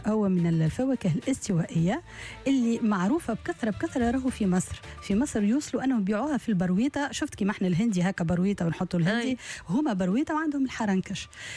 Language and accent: Arabic; Tunisia; عندنا في تونس.